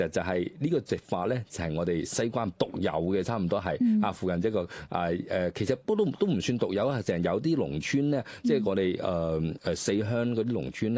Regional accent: Guangzhou, Guangdong, China; 特別係我廣州比較濕熱

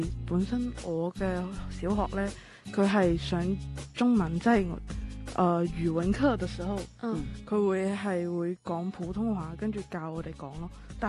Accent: Hong Kong; 我因为作为香港人啦

